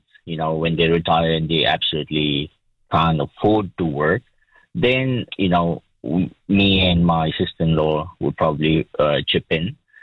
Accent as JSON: {"language": "English", "country": "India", "said": "Having a stable home, you know, being an Indian, you always leave something for your children, you know. It's part of our culture, I would say."}